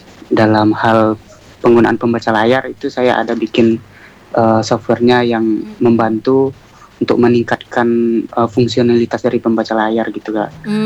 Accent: Riau, Indonesia; also born or lived in Medan; Saya orang Riau

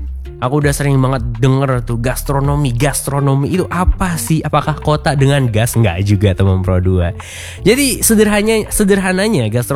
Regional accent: Java, Indonesia; kita yang dari Jawa

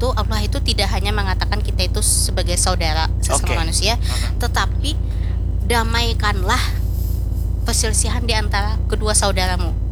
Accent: Banjar, South Kalimantan, Indonesia; kita sesama orang Banjar, sesama orang Kalimantan lah, kira-kira lah, entah itu Kalteng, Kalsel kah.

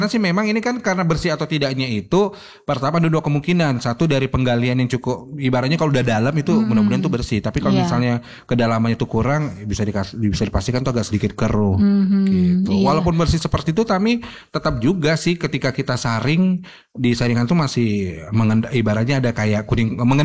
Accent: Medan, North Sumatra, Indonesia; saya juga warga Medan Sunggal juga

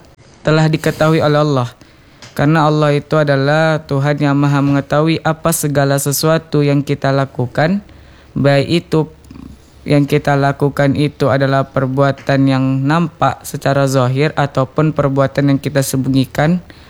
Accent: Pekanbaru, Riau, Indonesia; saya asli Pekanbaru.

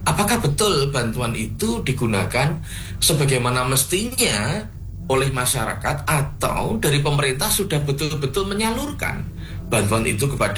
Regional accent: Surakarta, Central Java, Indonesia; saya sebagai orang Solo ya, KTP saya itu Solo. Itu zaman saya kecil dulu itu senang sekali bersepeda, itu melewati jalur lambat.

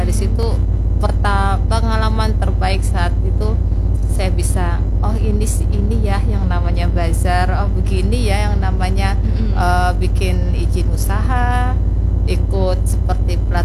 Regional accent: Java, Indonesia; kalau kami orang Jawa bilang gitu

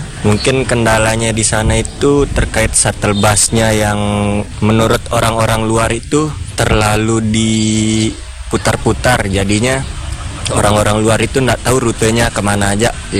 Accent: Mataram, West Nusa Tenggara, Indonesia; Perkenalkan … asli dari Mataram.

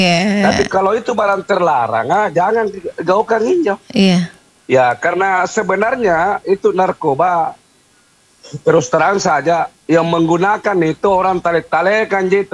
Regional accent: Makassar, South Sulawesi, Indonesia; born there; also born or lived in Maros; saya pindah ke Makassar tempat kelahiran saya itu 10 tahun.

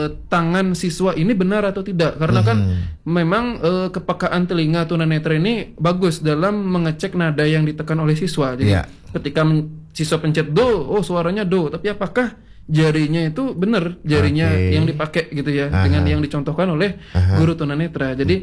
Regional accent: Bali, Indonesia; Jadi bagaimana kita sebagai orang Bali

